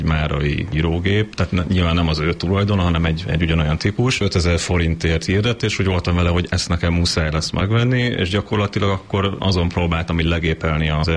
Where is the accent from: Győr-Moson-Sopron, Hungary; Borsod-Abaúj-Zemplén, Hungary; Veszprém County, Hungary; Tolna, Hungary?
Győr-Moson-Sopron, Hungary; Győr; now in Székesfehérvár, Hungary; én győri vagyok, Győrben születtem, és én ide költöztem kedvesem ez a lakás. A szerelem hozott végül is ide Székesfehérvárra